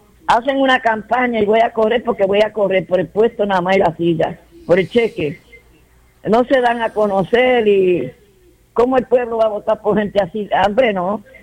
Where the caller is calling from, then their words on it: Puerto Rico; como buena boricua. Yo llevo aquí desde el 90